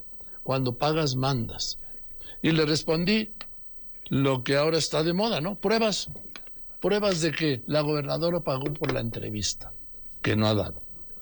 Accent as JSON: {"language": "Spanish", "town": "Madrid", "region": "Community of Madrid", "country": "Spain", "tie": "born there", "said": "Entonces yo sí nací en Madrid."}